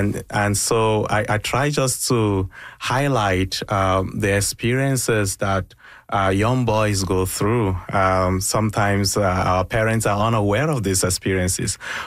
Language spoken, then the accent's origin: English; Kaduna State, Nigeria; So it started in northwestern Nigeria, in a state called Kaduna. Kaduna used to be the capital of northern Nigeria when Nigeria was divided into different regions.